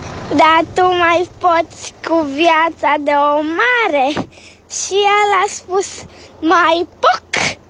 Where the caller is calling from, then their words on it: Craiova, Dolj, Romania; din Craiova și am să vă spun un banc.